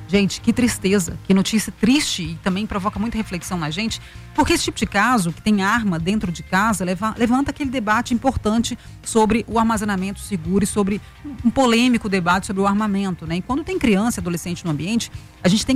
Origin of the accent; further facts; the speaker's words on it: Minas Gerais, Brazil; now in Belo Horizonte, Brazil; Patos de Minas, ó, pertinho lá da minha região, Patos de Minas